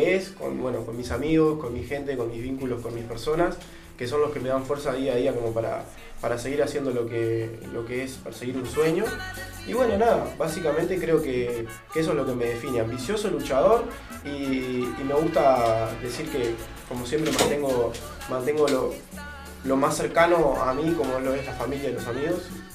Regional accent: Montevideo, Uruguay; born there; Yo también nací en Montevideo.

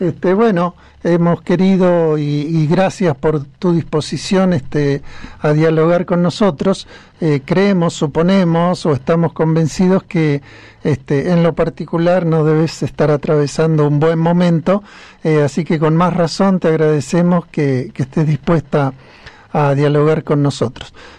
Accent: Argentina; lo que nos da felicidad oculte o tape las cosas que nos deben preocupar como argentinos

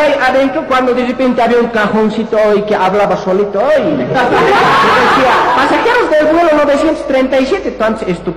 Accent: Bolivia

